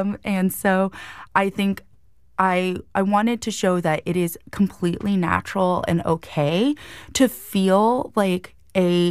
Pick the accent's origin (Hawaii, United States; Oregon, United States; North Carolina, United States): Hawaii, United States; this is something that I very much so have dealt with my whole life as a fair-skinned Kanaka Maoli.